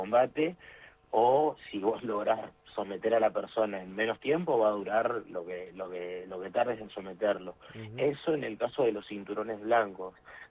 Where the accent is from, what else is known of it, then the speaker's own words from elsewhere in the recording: Argentina; me preguntan de dónde soy y les digo que soy argentino, automáticamente piensan que soy de Buenos Aires.